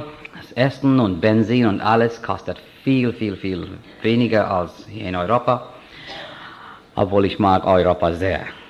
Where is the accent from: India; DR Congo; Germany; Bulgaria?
India; moved away as an adult; also born or lived in England; now in California, United States; Ich bin Inder. Ich liebe Indien, ich liebe mein indisches Volk.